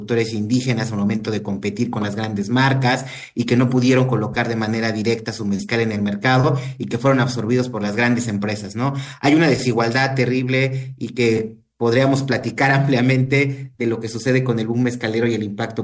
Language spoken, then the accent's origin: Spanish; Santiago Matatlán, Oaxaca, Mexico; Te saludo desde aquí, desde Oaxaca. Yo soy originario de Santiago Matatlán, una comunidad que se encuentra en los valles centrales del estado, hablante del zapoteco, una de las lenguas que más se hablan en el estado